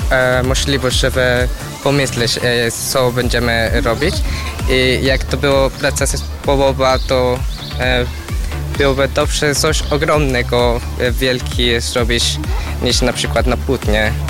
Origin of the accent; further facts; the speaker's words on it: Colombia; Polish is a second language; moved away; Nie, ja jestem z Kolumbii, ale bardzo uwielbiam sztukę z Ameryki